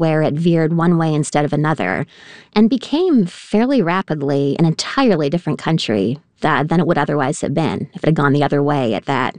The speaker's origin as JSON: {"language": "English", "country": "Canada", "said": "I'm from Canada and I'm training a temporary dance and I don't have a high school diploma."}